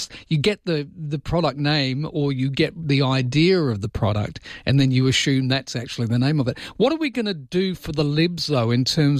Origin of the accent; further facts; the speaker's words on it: Mauritius; I'm originally from Mauritius.